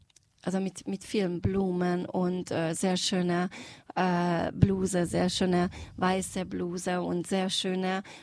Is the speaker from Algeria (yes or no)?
no; Pilisszentiván, Pest, Hungary; ich bin in Pilisantiva aufgewachsen